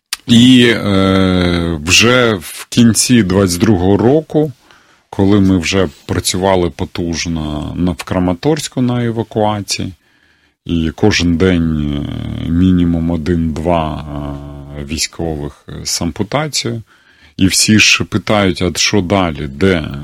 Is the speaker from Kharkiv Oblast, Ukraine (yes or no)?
no; Kyiv, Ukraine; Ось, а я сам з Києва, чому в Києві нема?